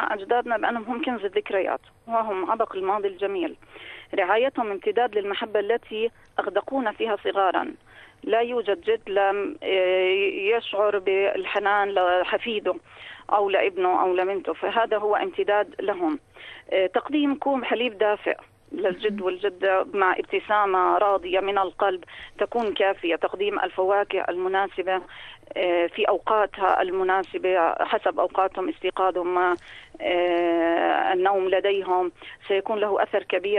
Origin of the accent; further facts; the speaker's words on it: Jordan; إحنا أسر أردنية